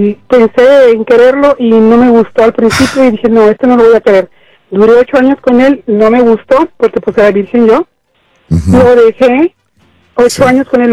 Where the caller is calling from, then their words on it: Mexico; yo soy mexicana